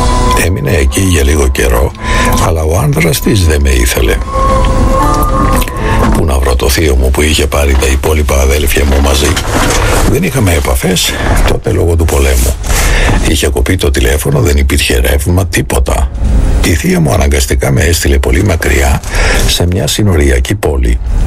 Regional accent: Syria; Greek is a second language; Μια μέρα μπήκαν οι αντάρτες, οι φανατικοί Ισλαμιστές στο σπίτι μας, που βρισκόταν σε μια παραθαλάσσια μεσογειακή πόλη της Συρίας.

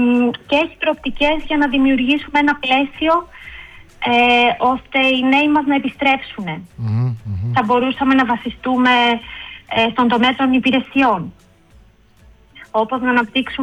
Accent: Kastoria, Western Macedonia, Greece; born there; moved away as an adult; μου δόθηκε η ευκαιρία να γυρίσω στην πόλη μου.

